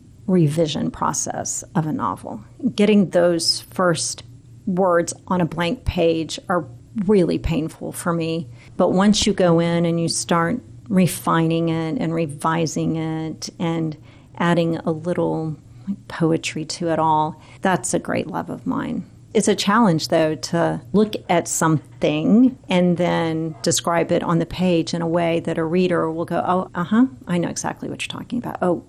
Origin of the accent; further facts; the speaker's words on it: Nashville, Tennessee, United States; born there; now in East Tennessee, United States; I was born in Middle Tennessee, born in Nashville, and the land is different there. You know, it's more rolling hills. And then here in East Tennessee, the mountains really cradle you